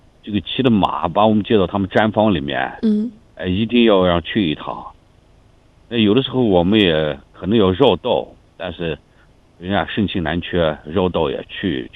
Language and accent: Chinese; Barkol, Xinjiang, China; 但是因为我们新疆八里坤人居多，